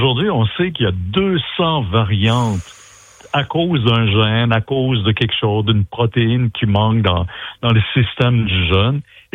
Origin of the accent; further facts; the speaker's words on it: Quebec, Canada; Là, ça se passe chez nous au Québec.